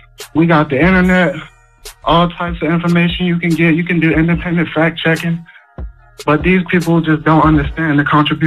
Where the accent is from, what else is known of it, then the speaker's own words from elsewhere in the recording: Baltimore, Maryland, United States; now in Dallas, United States; I just want to say, man, I'm in Dallas right now. I work for a finance company. Okay. But I'm from Baltimore